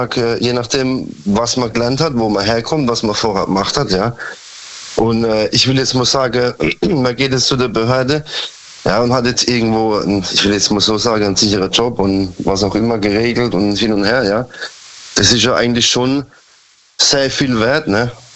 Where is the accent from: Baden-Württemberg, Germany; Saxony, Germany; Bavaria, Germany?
Baden-Württemberg, Germany; Karlsruhe; Ich komme aus Karlsruhe.